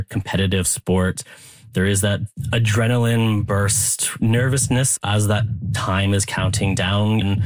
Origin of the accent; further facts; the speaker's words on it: Canada; I am a Canadian speed puzzler, currently ranked 10th in the country.